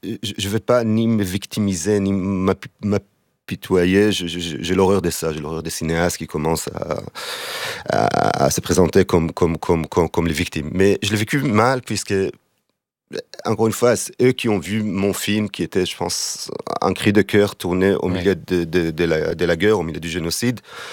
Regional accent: Israel; moved away as an adult; Moi, évidemment, je suis israélien et j'ai quitté Israël suite aux raisons politiques.

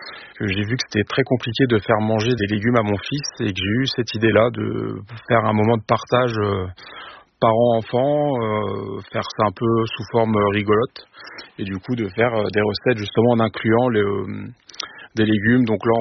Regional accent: Meaux, Île-de-France, France; Alors moi j'adore, parce que je viens de Meaux, du coup on a beaucoup, une terre de betterave, on va dire.

